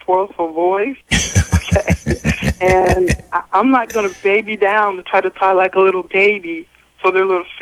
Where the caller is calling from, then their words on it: Huntsville, Alabama, United States; I am calling from Huntsville, Alabama.